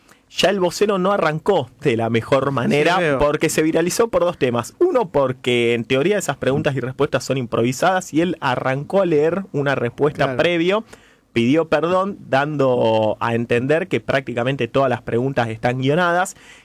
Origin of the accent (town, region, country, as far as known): Argentina